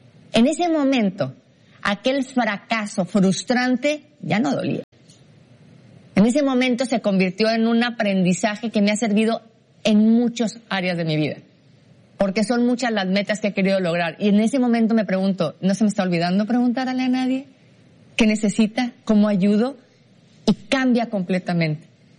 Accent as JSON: {"language": "Spanish", "country": "Mexico", "said": "vengo de México"}